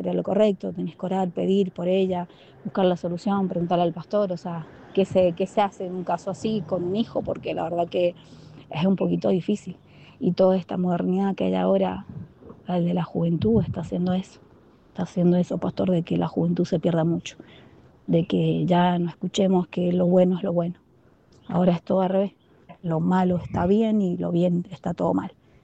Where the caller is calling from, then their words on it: Guaymallén, Mendoza, Argentina; Bendiciones, siempre lo escucho. … de Guaymallén.